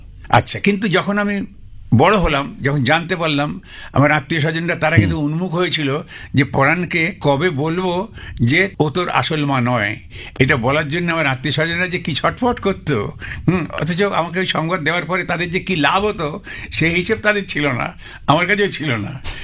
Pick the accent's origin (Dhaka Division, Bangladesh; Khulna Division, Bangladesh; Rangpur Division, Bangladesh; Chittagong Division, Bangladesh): Khulna Division, Bangladesh; Jessore; also born or lived in Beleghata, Kolkata; now in Kolkata, India; মানে আমার কলকাতায় আসা পর্যন্ত। আমার বাবার বাপের বাড়ি ছিল আলাদা, আমার জন্ম হয়েছিল বেলেঘাটায়, আচ্ছা মামা বাড়িতে, বাবার বাপের বাড়ি ছিল যশোরে, সেইখানে এই দিদা, তার কোলে আমি মানুষ হচ্ছি